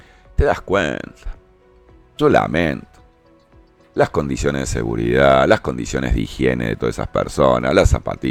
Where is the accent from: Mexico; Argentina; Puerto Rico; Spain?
Argentina; nos pasa a los argentinos en Europa, en España, en todos lados